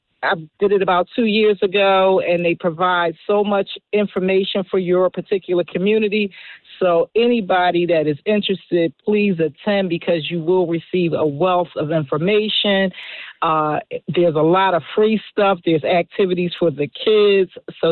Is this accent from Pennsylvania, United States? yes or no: yes; Philadelphia, Pennsylvania, United States; I'm from Philadelphia, which is, again, everybody knows, a stone throw away from Baltimore.